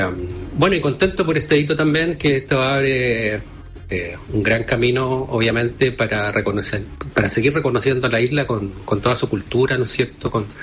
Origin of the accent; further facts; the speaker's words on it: Santiago, Santiago Metropolitan Region, Chile; Bueno, yo soy continental, santiaguino, ya nací en Santiago, viví bastantes años en Santiago, y me vine por una posibilidad de cambio de vida acá con mi familia, ya hace 16 años